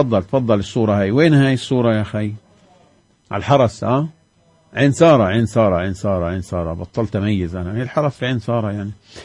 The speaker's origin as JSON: {"language": "Arabic", "region": "West Bank", "country": "Palestine", "said": "عندنا بالضفة"}